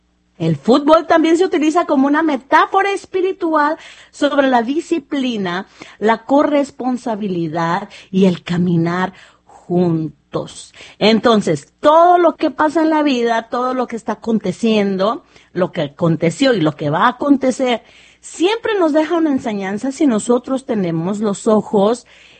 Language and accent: Spanish; Mexico; yo soy mexicana, soy mexicoamericana, tengo las dos ciudadanías